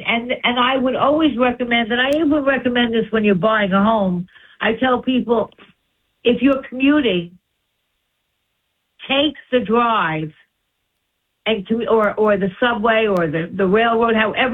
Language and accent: English; Long Island, New York, United States; moved away as an adult; now in New York City, United States; I was from Long Island